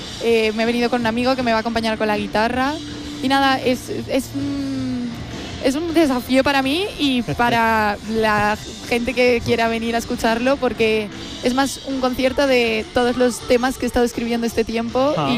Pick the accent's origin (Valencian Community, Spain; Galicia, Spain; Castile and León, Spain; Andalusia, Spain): Valencian Community, Spain; now in Madrid, Spain; yo soy de Valencia y me fui a vivir a Madrid